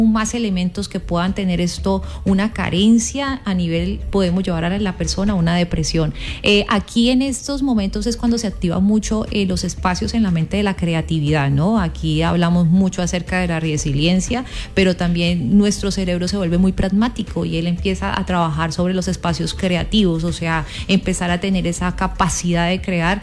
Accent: Cali, Valle del Cauca, Colombia; Soy una caleña amando mi ciudad, amando mi Colombia

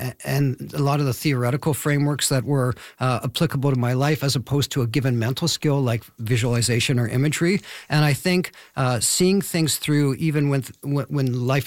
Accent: Canada; I'm a Canadian

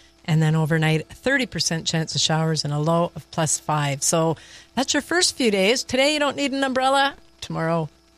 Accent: Montreal, Quebec, Canada; moved away as an adult; now in Toronto, Canada; when I finished school, I had moved up to Toronto. I was from Montreal and came up here

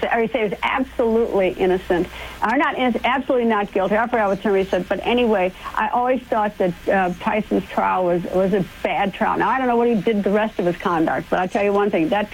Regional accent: Wisconsin, United States; I'm from Wisconsin.

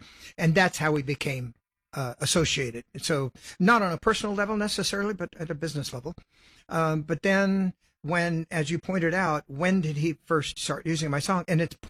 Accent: Sacramento, California, United States; also born or lived in Los Angeles; I'm from California, born in Los Angeles, raised in Sacramento.

